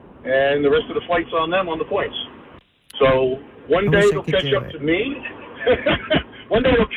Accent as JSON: {"language": "English", "town": "Middlesex", "region": "New Jersey", "country": "United States", "moved": "yes", "lives_now": "Arizona, United States", "said": "I am from Middlesex, New Jersey, originally."}